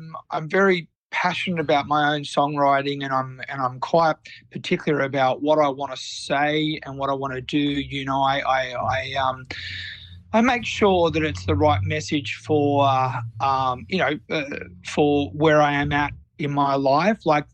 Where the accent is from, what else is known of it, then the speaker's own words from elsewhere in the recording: Tasmania, Australia; moved away as an adult; also born or lived in Melbourne / Sydney; I grew up really country in Tassie, and then when I got over to the mainland in the early 2000s